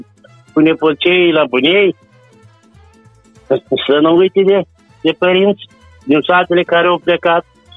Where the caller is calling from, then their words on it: Brînzeni, Edineț District, Moldova; Plăsută din nordul Moldovei, din raionul Iedni, satul Brânzeni